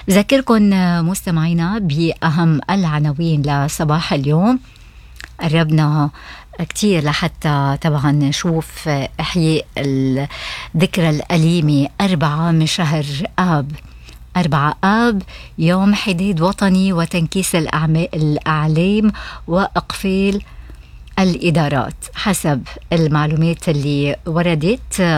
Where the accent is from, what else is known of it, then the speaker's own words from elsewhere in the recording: Lebanon; now in Australia; فترة الحرب الأهلية عنا بلبنان